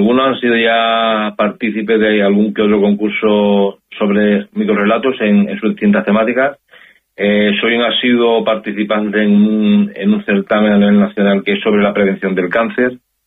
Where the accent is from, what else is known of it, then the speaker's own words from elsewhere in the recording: Ceuta, Spain; textos sobre temáticas que nos afectan directamente a los que somos de Ceuta, como el tema de la inmigración